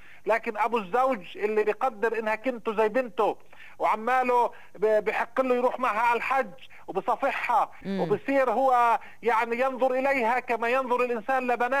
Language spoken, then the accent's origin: Arabic; Nablus, West Bank, Palestine; accent: Nablus colloquial dialect; إحنا في نابلس بنقول الحمو أو الحما